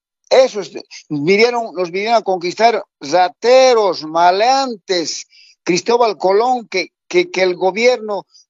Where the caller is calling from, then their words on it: Warnes Province, Santa Cruz, Bolivia; Desde la provincia de Guarnes, Comunidad Buena Fe.